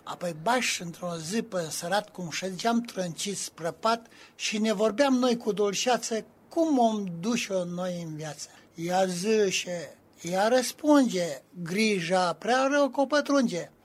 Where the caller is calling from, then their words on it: Reșița, Caraș-Severin, Romania; din Reșița